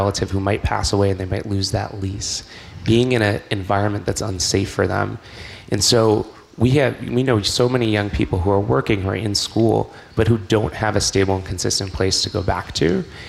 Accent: Westborough, Massachusetts, United States; born or raised there

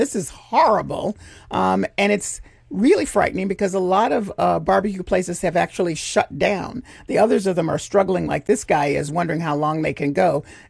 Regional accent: Memphis, Tennessee, United States; From those of us from legacy cities, I'm from Memphis

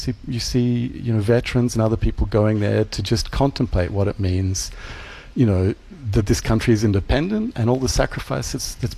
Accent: Australia; accent: Australian; moved away as an adult; being an Australian. You're quite right to point that out, because, you know, I've lived here almost 20 years, but I certainly grew up in Australia

